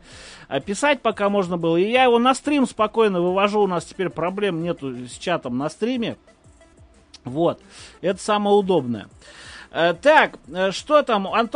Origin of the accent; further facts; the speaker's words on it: Odesa, Odesa Oblast, Ukraine; а откуда ты? Я из Одессы. Да, все правильно.